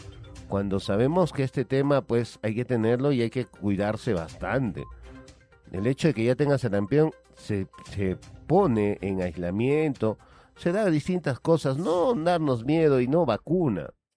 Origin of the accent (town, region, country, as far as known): Peru